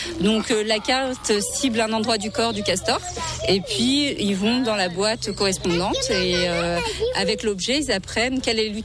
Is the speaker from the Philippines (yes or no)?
no; Condrieu, Auvergne-Rhône-Alpes, France; je suis de Condrieu. Donc je suis originaire de Condrieu, donc je viens régulièrement.